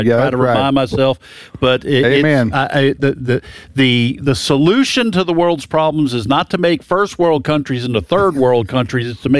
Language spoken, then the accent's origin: English; New England, United States; moved away; when I was growing up in New England, we didn't have central heat.